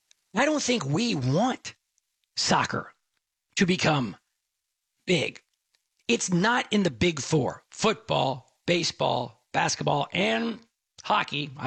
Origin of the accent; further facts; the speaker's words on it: Dallas, Texas, United States; I played soccer as a kid in the 1970s. In the 1970s, growing up in Dallas, where the Dallas Tornado, that was the name of the Kyle Rote Jr., was the soccer player.